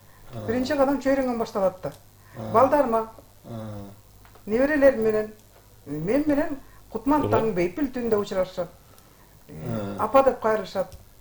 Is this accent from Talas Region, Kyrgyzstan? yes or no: yes; Talas Region, Kyrgyzstan; Таластын.